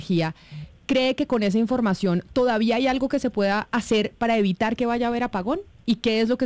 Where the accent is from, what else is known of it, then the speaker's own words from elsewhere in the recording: Colombia; como colombiana que vivió el apagón de 1991-1990, estando muy chiquita